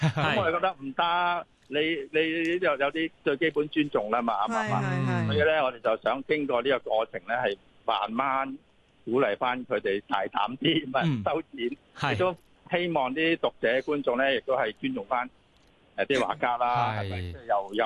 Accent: Hong Kong; 我哋香港人都有幾個資深嘅 cosplay 嘅前輩咧

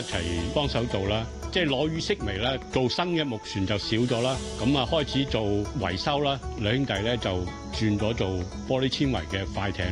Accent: Tai O, Hong Kong; 大澳人嚟嘅，土生土長喺呢度出世嘅。

